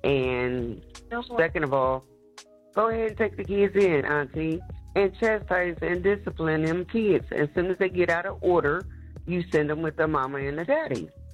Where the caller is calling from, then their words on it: Columbus, Ohio, United States; I'm calling from Columbus, Ohio.